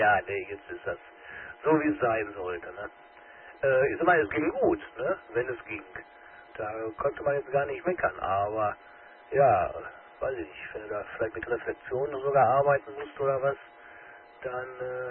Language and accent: German; Beckum, North Rhine-Westphalia, Germany; Weil ich komme hier aus Bechkam, ne?